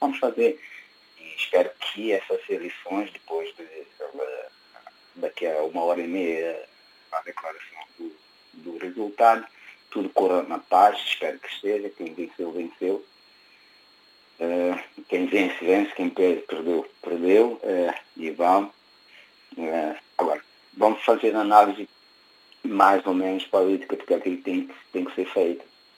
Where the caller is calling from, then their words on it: São Tomé & Príncipe; nós somos sempre santomenses